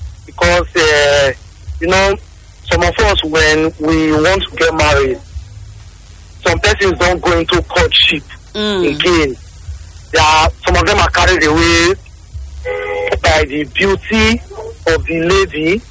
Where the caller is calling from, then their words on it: Benin City, Edo, Nigeria; I'm calling from Benin.